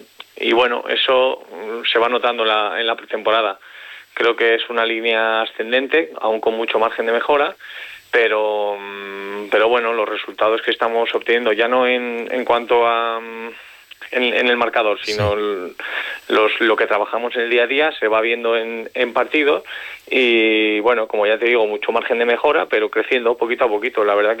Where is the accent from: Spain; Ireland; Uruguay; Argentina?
Spain; Logroño, La Rioja; moved away as an adult; estaba en Santander y llegaba de nuevo también, porque yo salí de Logroño a los 18.